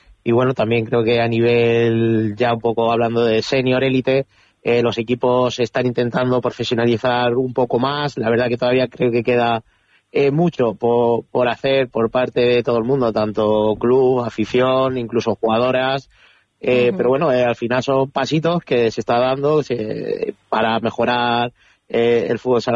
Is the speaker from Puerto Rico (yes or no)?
no; Puertollano, Castilla-La Mancha, Spain; Yo en Puerto Llano, bueno, soy de Puerto Llano, no tengo ninguna queja, he estado estudiando incluso en el Colegio Salesiano 18 años